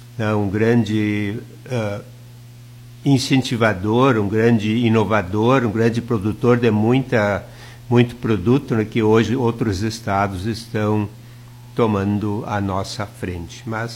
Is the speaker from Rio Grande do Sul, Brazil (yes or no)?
yes; Rio Grande do Sul, Brazil; nós somos, além do Rio Grande do Sul, nós somos gaúchos e somos, ao mesmo tempo, também brasileiros.